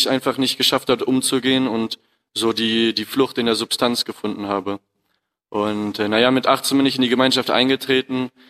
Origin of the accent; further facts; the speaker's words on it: Germany; ich bin 20 Jahre alt, seit 2,5 Jahren in der Gemeinschaft. Ich bin Deutscher